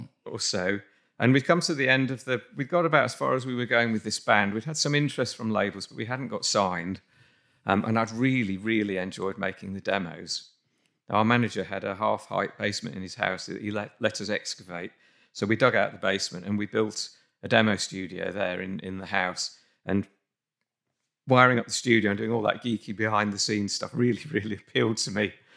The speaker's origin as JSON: {"language": "English", "town": "Fleetwood", "region": "North West England", "country": "United Kingdom", "tie": "born or raised there", "also_born_or_lived": "North Yorkshire", "said": "I was born in Fleetwood in Lancashire. It's in a fishing town up north. My family decided to become smallholders and moved out into North Yorkshire when I was about 10 or 11"}